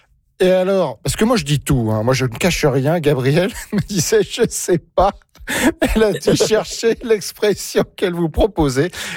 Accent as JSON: {"language": "French", "country": "France", "moved": "as an adult", "lives_now": "Canada", "said": "je suis français"}